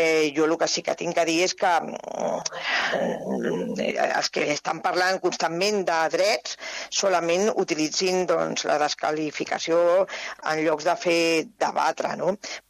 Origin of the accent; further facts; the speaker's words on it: Catalonia, Spain; Jo m'estimo moltíssim a Catalunya, jo sóc catalana